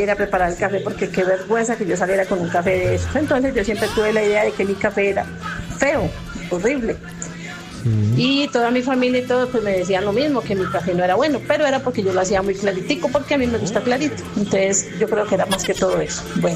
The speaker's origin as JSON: {"language": "Spanish", "town": "Cartago", "region": "Valle del Cauca", "country": "Colombia", "said": "En Cartago, yo soy de Cartago."}